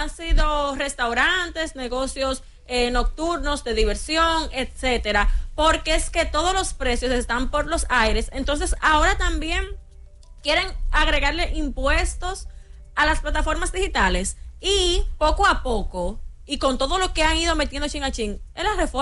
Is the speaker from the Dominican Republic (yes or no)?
yes; Dominican Republic